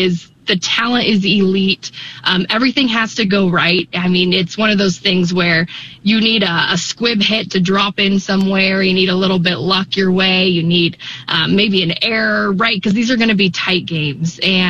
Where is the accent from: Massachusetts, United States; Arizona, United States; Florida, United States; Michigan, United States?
Arizona, United States; Tucson; I am back in my hometown in Tucson, Arizona